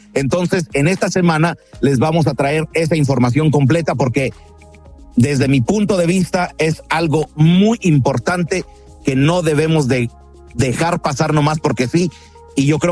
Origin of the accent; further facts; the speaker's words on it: Mexico; de saberme mexicano, de sentirme mexicano, de sentir este orgulloso, este orgullo que uno lleva de ser mexicano